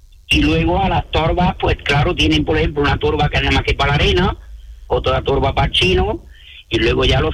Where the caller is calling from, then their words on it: Montemayor, Andalusia, Spain; Porque yo soy de Montemayor.